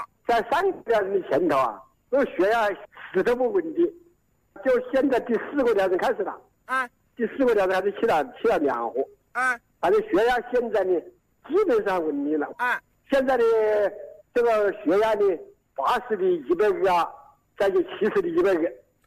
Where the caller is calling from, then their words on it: Tianmen, Hubei, China; 我在天门这个王城人呢。